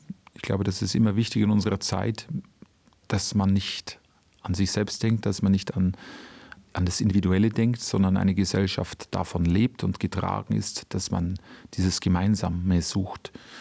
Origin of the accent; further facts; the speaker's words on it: Bavaria, Germany; Ich stamme ja aus Bayern, wie man wahrscheinlich auch hört